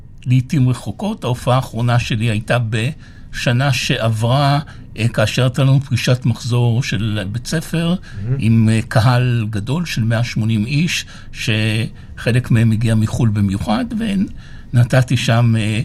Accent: Haifa, Haifa District, Israel; born there; also born or lived in Ramat Gan; אני יליד ותושב חיפה, חזרתי אל חיפה אחרי שנים שלא הייתי שם, אפילו הייתי תקופה מסוימת פה ברמת גן בגלות

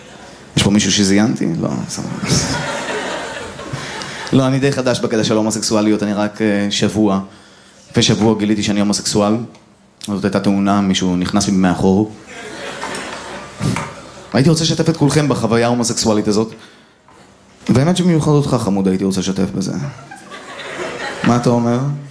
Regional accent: Netanya, Central District, Israel; אני, בתור ילד אשכנזי חנון, אני גדלתי בשיקון סלע.

